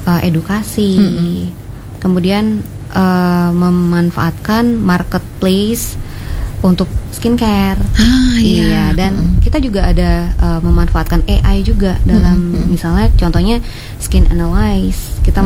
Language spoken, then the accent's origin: Indonesian; Singaraja, Bali, Indonesia; Iya, jadi di sini saya kebetulan memang lahir di Singaraja.